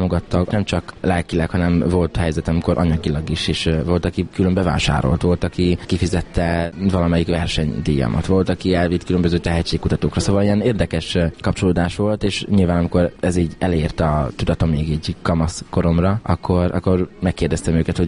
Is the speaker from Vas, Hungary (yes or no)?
no; Kápolna, Heves, Hungary; Én Heves megyében, Kápolnán nőttem fel, egy zenész cigány családban, egy 7 gyermekes családban